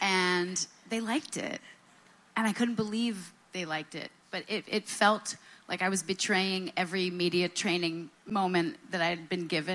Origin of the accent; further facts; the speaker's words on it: Vermont, United States; Eric got this idea to go back to my hometown in Vermont and buy a barn with the identical footprint of that building.